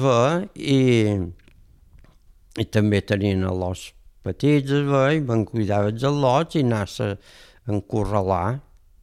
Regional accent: Ferreries, Balearic Islands, Spain; de petit, aquí a Ferreries anaven a cases monges, allà per passar el temps

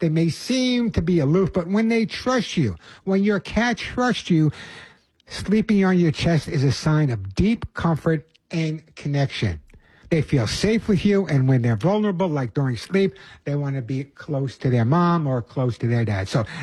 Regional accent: Long Island, New York, United States; I'm from Long Island. There's no such thing as a dry heat.

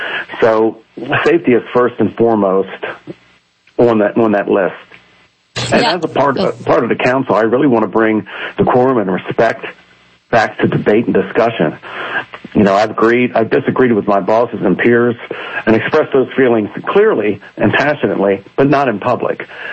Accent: Baltimore, Maryland, United States; Well, I grew up in East Baltimore, just outside the city line.

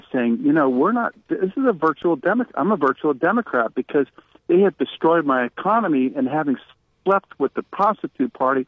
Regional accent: California, United States; You know, listen, man, I'm telling you, I'm from California.

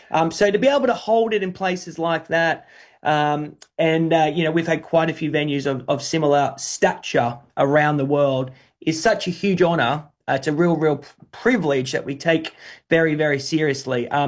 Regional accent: Australia; now in London, United Kingdom

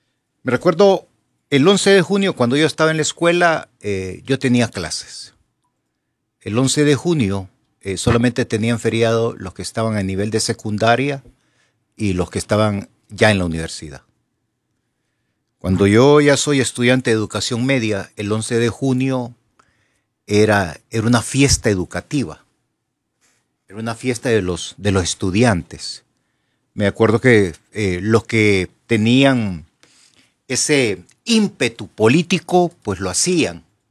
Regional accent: Honduras; a nivel internacional, la calidad educativa de nosotros los hondureños pesa.

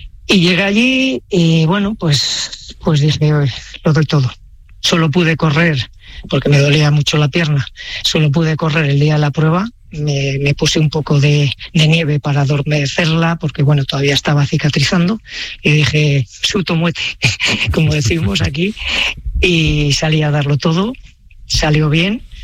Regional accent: Palencia, Castile and León, Spain; fue más que nada por promocionar mi tierra. Uh-huh. Al final mucha gente se piensa que Palencia es llano, es tierra de campos.

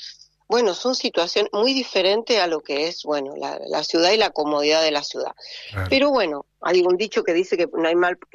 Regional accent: Bariloche, Río Negro, Argentina; born there; Sí, he tenido abuelos en Viedma, pero mi nací en Bariloche y me desarrollé como docente en lo que le llamamos la línea sur rionegrina

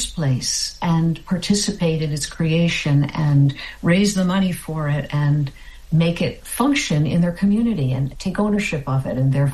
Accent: New Jersey, United States; groups in my home state of New Jersey

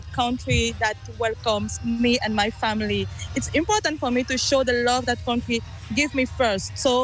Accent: Canada; So I want to show people that, yes, I'm Canadian. I'm happy to be there.

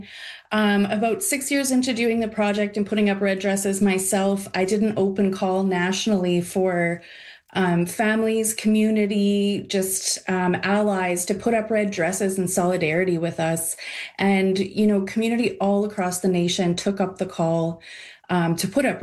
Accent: Winnipeg, Manitoba, Canada; here in my hometown of Winnipeg

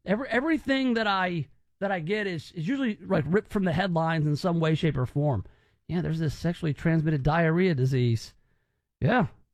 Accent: Memphis, Tennessee, United States; You know, I mean, at some point, we come from Memphis, yes?

